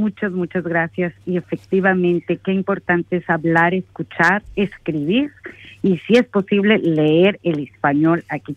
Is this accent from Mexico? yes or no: yes; Mexico; now in Launceston, Australia